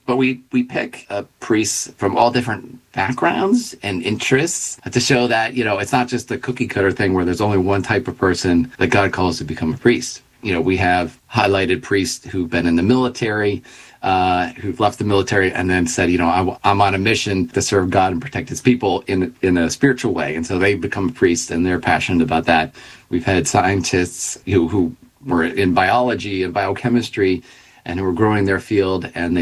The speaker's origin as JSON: {"language": "English", "town": "Philadelphia", "region": "Pennsylvania", "country": "United States", "said": "I'm from Philadelphia. We have parishes that are closing and merging."}